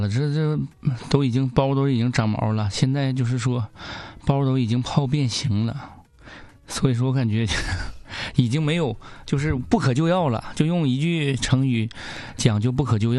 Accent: Northeast China, China; accent: Northeastern (Dongbei); 用咱们东北话

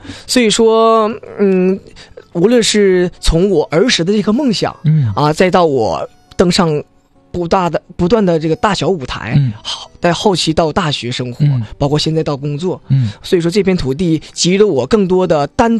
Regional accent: Jilin, China; 我作为一个吉林孩子

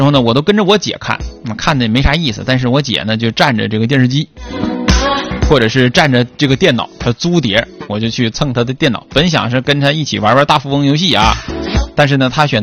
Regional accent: Northeast China, China

